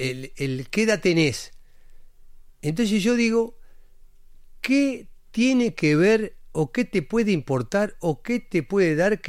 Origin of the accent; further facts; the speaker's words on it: Sarandí del Yí, Durazno, Uruguay; born there; En Sarandí del G.